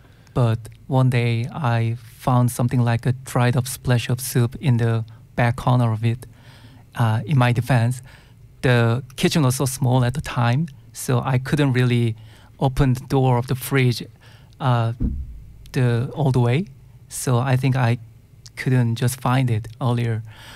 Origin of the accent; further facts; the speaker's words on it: South Korea; first language Korean; English is a second language; moved away as an adult; My English is not fluent as my Korean.